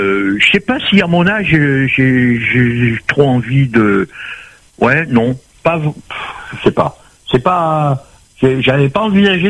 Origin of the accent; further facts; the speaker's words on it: Réunion, France; now in Bordeaux, France; Je suis parti de la Réunion, il devait faire une petite trentaine de degrés. Et je suis arrivé à Bordeaux, il y avait de la neige. C'est la première fois de ma vie que je voyais la neige.